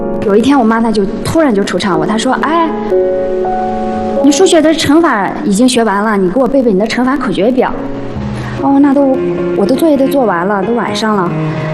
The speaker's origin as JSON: {"language": "Chinese", "town": "Qingyang", "region": "Gansu", "country": "China", "said": "我来自甘肃省庆阳市正元县。"}